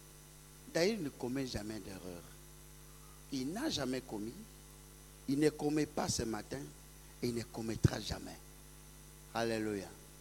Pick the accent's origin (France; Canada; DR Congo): DR Congo; moi, je suis de la RDC, mais quand je cite mon village, on va chercher dans la carte, on n'en trouvera pas. Mais je suis fier d'être né là-bas, de grandir dans cette poussière.